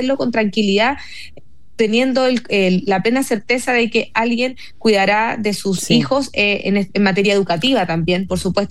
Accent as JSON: {"language": "Spanish", "country": "Chile"}